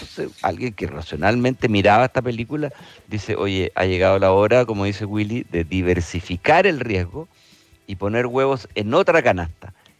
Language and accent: Spanish; Chile